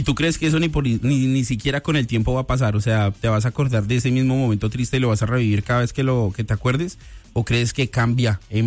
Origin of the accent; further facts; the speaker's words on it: Colombia; soy colombiano